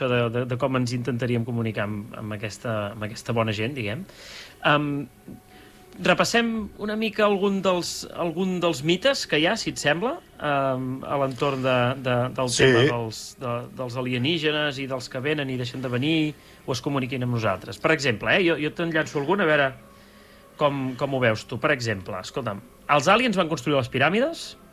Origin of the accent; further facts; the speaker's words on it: Catalonia, Spain; clar, som catalans, per definició